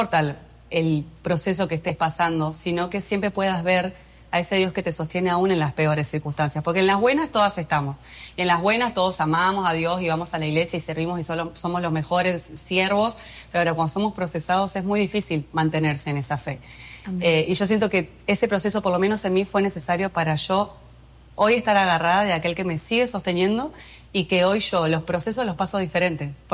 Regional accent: Argentina; now in Dominican Republic; Yo amo a Argentina, me considero más argentina que el mate. Siempre dije, yo voy a nacer y morir en Argentina. Estudié ciencias políticas allá, o sea, con la intención de seguir siempre en el camino de Argentina.

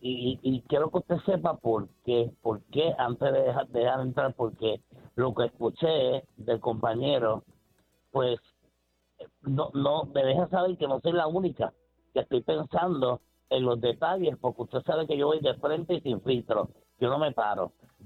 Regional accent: Bayamón, Puerto Rico; yo soy de Bayamón

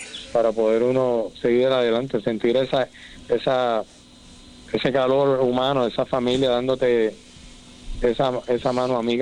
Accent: Sabana Grande, Puerto Rico; moved away; also born or lived in Mayagüez; yo soy sabaneño, o sea, de ahí mis papás están. O sea que para mí es un privilegio y un honor regresar a mi pueblo, que me vio crecer y que tanto me ha dado.

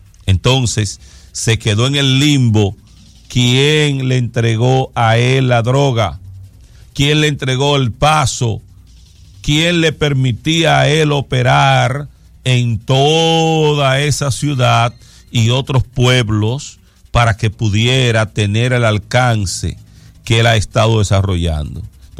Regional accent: Dominican Republic

